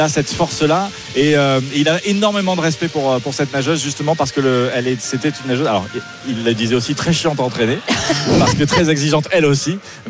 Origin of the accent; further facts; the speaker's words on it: France; also born or lived in Russia; je suis française et russe